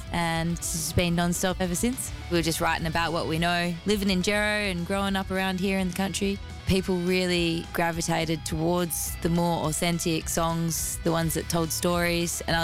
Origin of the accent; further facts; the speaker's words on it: Geraldton, Western Australia, Australia; we're from Geraldton in WA.